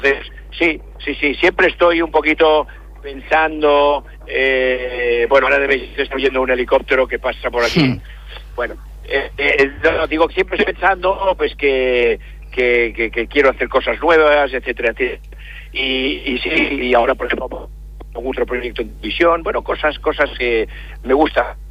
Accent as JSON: {"language": "Spanish", "town": "Badalona", "region": "Catalonia", "country": "Spain", "tie": "born there", "lives_now": "Barcelona, Spain", "said": "Yo nací en Badalona, pero vivo en Barcelona, sí, toda la vida, sí."}